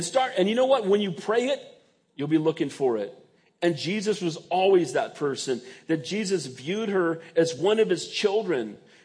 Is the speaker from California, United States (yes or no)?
yes; San Bernardino, California, United States; born there; I said, you know, I was born in San Bernardino.